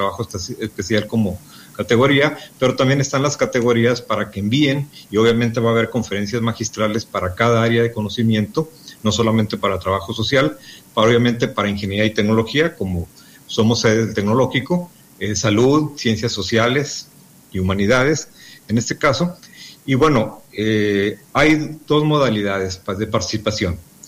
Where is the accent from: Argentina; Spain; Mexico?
Mexico; Durango; now in Torreón, Mexico; pero soy de Durango y siempre lo expreso